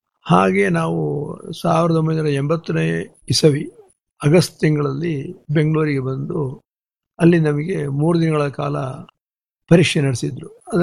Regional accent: Karnataka, India; ಆ ಸಂದರ್ಭಗಳಲ್ಲಿ ನಮ್ಮ ಜಿಲ್ಲೆಯಿಂದ ಅಥವಾ ನಮ್ಮ ಕರ್ನಾಟಕ ದಕ್ಷಿಣ ಜಿಲ್ಲೆಯಿಂದ ನನ್ನಿಂದ ಒಂದು 2-4 ವರ್ಷ ಹೆಚ್ಚಿನ ವಯಸ್ಸಿನವರು ಸುಮಾರು ಜನ ಭಾರತೀಯ ವಾಯುಸೇನೆಗೆ

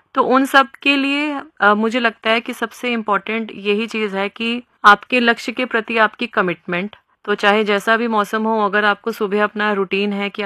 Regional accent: Panipat, Haryana, India; moved away; also born or lived in Delhi / Tripura; मैं पानीपत हरियाणा से बिलोंग करती हूँ, मेरी एजुकेशन दिल्ली में हुई है और नौकरी के तौर पे मैंने त्रिपुरा राज्य में, हरियाणा में मैंने काम किया।

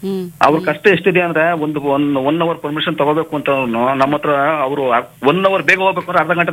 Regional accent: Maddur, Karnataka, India; now in Bengaluru, India; ನಮ್ಮೂರು ಮಂಡ್ಯ ಜಿಲ್ಲೆ ಮದ್ದೂರು ತಾಲೂಕು. ಮದ್ದೂರು ತಾಲೂಕು ನಗರ ಕೆರೆ ಗ್ರಾಮ ನಮ್ದು.

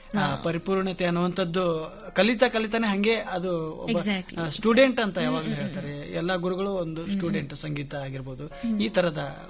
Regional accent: Kalaburagi, Karnataka, India

